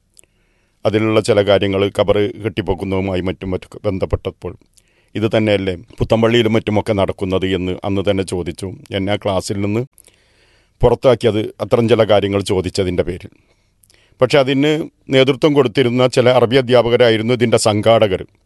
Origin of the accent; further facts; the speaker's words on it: Maranchery, Kerala, India; 64 പൂർത്തിയായി കഴിഞ്ഞു. 1962 ജനനം. അന്നൊരു മാറഞ്ചേരിയിലെ താമലശ്ശേരി എന്ന് പറയുന്ന ഒരു ഏരിയ, ഒരു കുഗ്രാമം എന്ന് പറയാം, അവിടെയാണ് എൻ്റെ ജനനം.